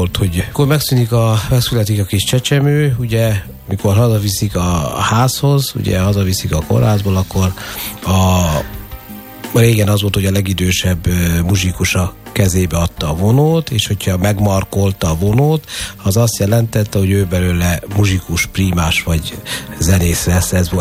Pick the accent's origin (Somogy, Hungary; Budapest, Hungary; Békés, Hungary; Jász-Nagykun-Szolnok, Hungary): Jász-Nagykun-Szolnok, Hungary; Karcag; born there; én karcagi születésű vagyok